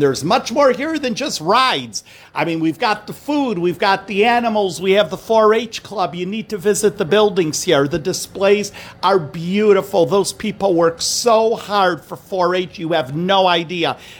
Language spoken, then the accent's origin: English; Indiana, United States; Hey, they're predicting a little rain today, but you know, we're all from Northwest Indiana. We're kind of used to that stuff.